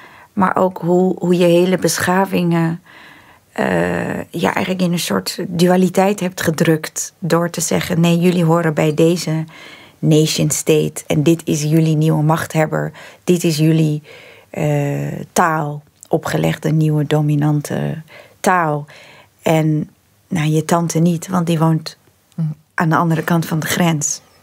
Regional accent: Netherlands; born there; Ik ben in Nederland geboren.

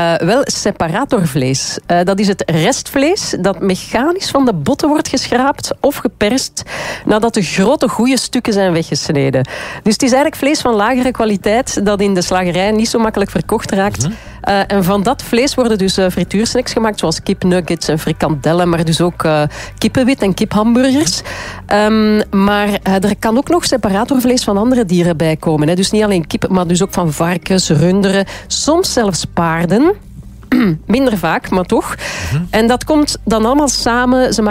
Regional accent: Flanders, Belgium; Ik ben van Vlaams-Brabant, daar zeggen ze currywurst.

